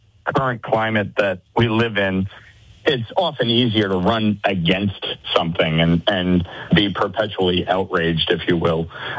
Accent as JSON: {"language": "English", "town": "Orangetown", "region": "New York", "country": "United States", "tie": "born or raised there", "said": "and my hometown, the town of Orangetown, we will be having a big parade on July 4th."}